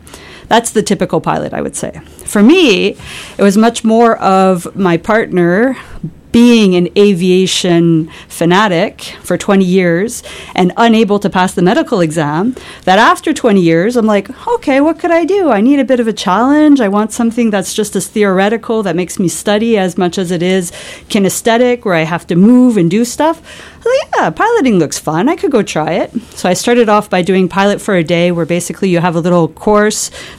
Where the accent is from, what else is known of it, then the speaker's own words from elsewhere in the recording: Saguenay, Quebec, Canada; I come from Saguenay, Quebec, where the Bagotville Air Force is.